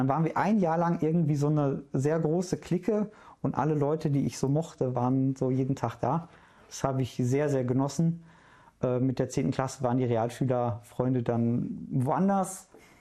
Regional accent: Duisburg, North Rhine-Westphalia, Germany; also born or lived in Essen; ich bin in Essen geboren, in Duisburg aufgewachsen, habe in Mülheim Zivildienst gemacht.

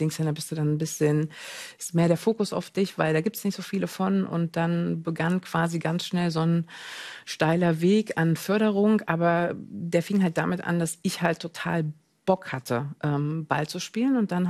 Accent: East Germany, Germany; ich bin halt im Osten groß geworden

